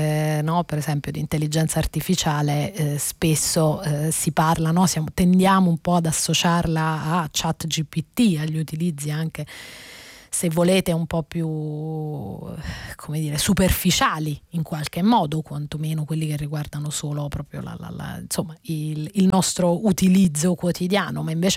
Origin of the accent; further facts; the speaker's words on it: Campania, Italy; Io, diciamo, sono campana di origine, quindi è la mia terra